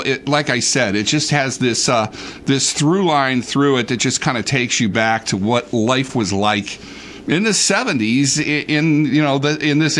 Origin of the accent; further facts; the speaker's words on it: Hobart, Tasmania, Australia; like growing up in Hobart, like twice a year she would go on this like pilgrimage to the People Store.